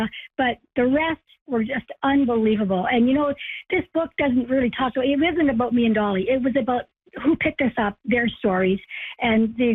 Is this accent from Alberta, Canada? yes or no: no; Nova Scotia, Canada; born or raised there